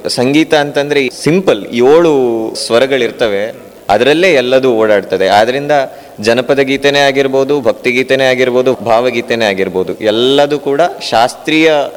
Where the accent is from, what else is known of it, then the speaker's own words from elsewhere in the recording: Yellapur, Karnataka, India; born there; also born or lived in Bengaluru / Manchikeri; ನಾನು ಯಲ್ಲಾಪುರದಲ್ಲೇ ಹುಟ್ಟಿ ಬೆಳೆದವನು, ಅಂದರೆ ಬೆಂಗಳೂರಲ್ಲಿದ್ದೆ.